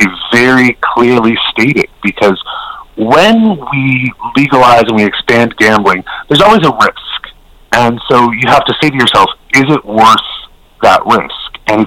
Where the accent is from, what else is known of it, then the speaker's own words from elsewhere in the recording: Nova Scotia, Canada; So I grew up in Cape Breton, and we had one of the first casinos in the country, actually, 1995. So I grew up alongside that.